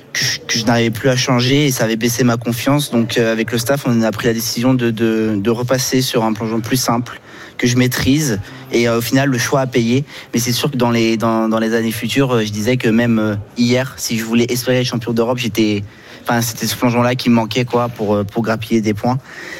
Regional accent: Lyon, Auvergne-Rhône-Alpes, France; Moi, j'ai grandi à Lyon. J'ai fait primaire, collège, lycée là-bas, et en collège j'étais à Saint-Louis-Saint-Bruno

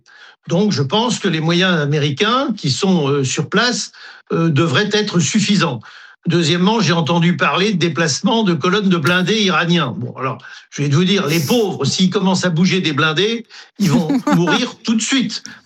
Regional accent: French Guiana; comme Kourou chez nous en Guyane ou comme Canaveral.

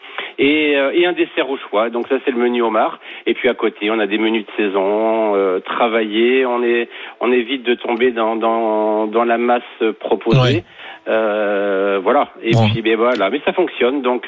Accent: Brittany, France; moved away; Je suis breton.

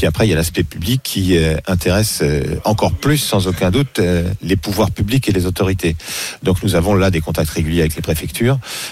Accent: France; je suis français

